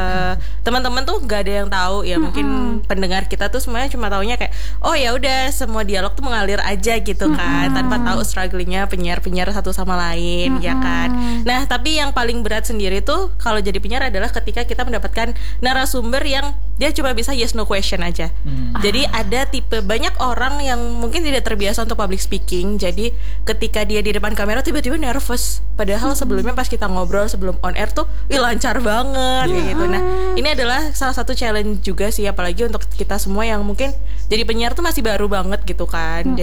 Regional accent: Java, Indonesia; accent: medok (thick Javanese); now in Central Kalimantan, Indonesia; Karena mungkin logatku terlalu medok

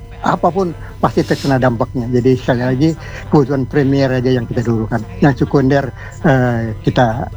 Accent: Jakarta, Indonesia; born there; aku diberanakin di Betawi ya. Kalau Betawi bilang diberanakin ya.

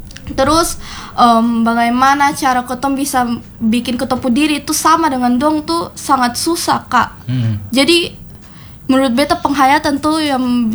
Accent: East Nusa Tenggara, Indonesia; Jadi apalagi misalnya beta ini kan orang Timor.

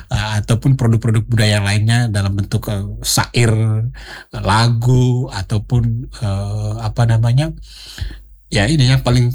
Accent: East Nusa Tenggara, Indonesia; now in Kupang, Indonesia; dalam budaya kita orang Lam Holot.

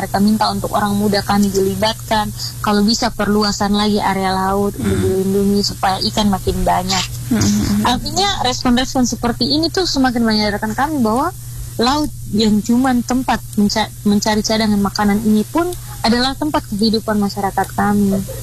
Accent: Larantuka, East Nusa Tenggara, Indonesia; di desa kami, di kelurahan kami di Larantuka

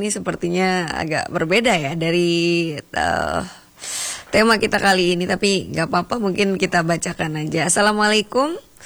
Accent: West Nusa Tenggara, Indonesia; Saya dari Lombok.

